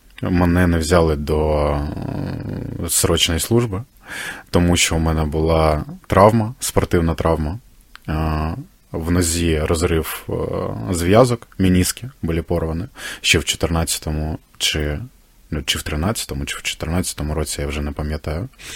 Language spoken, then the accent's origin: Ukrainian; Sloviansk, Donetsk Oblast, Ukraine; also born or lived in Horlivka; склалось, що закінчував школу, навіть 11 клас вже ж на зовсім іншій території, не там, де народився. Народився в Горлівці, закінчував в місті Слов'янську.